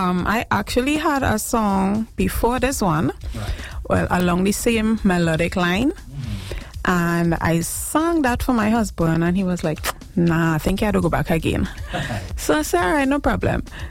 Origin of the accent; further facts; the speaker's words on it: Laventille, Trinidad & Tobago; I am from Old St. Joseph Road, Lavantel.